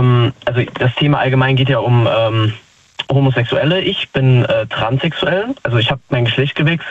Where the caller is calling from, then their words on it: Falscheid, Saarland, Germany; Also ich komme aus Falscheid, aus dem Saarland.